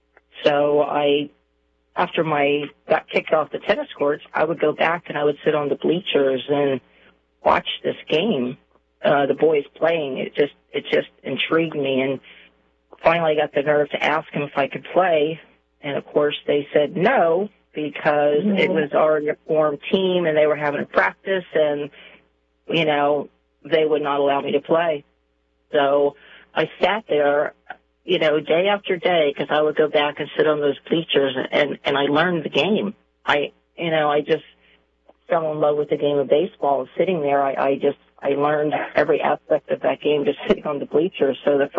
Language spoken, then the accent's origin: English; Key West, Florida, United States; I grew up in Key West, Florida, on an island back in the early 1970s